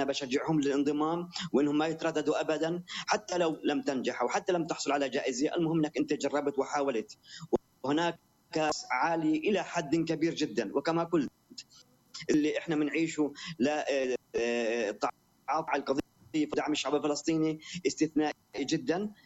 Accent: Palestine; إحنا بفلسطين

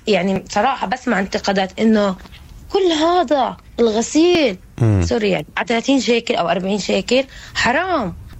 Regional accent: Palestine

